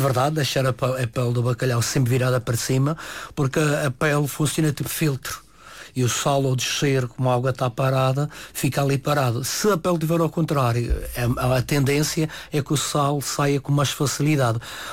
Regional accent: Madeira, Portugal; como eu sou madeirense e gosto muito da segurelha

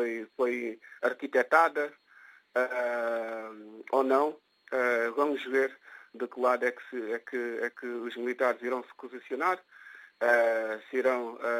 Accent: Guinea-Bissau; born there; a Guiné-Bissau, é o meu país onde eu nasci, o país que me viu nascer.

